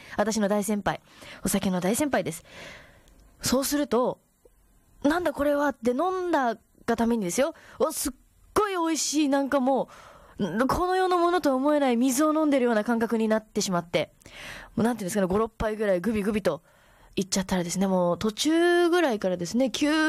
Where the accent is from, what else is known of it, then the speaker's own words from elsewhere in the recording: Miyazaki, Japan; 私地元が宮崎県の角町なんですけれども